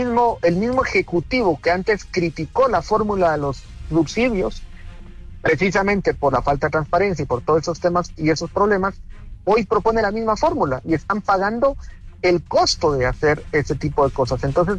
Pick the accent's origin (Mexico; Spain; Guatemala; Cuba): Guatemala; tenemos que comprender como guatemaltecos